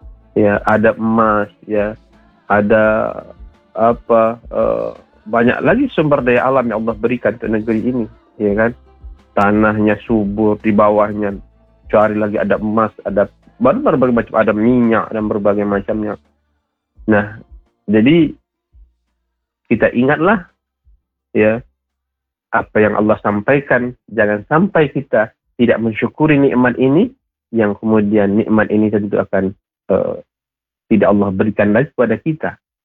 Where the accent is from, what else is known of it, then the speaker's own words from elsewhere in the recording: Indonesia; kita bersyukur kita lahir di negeri Indonesia ini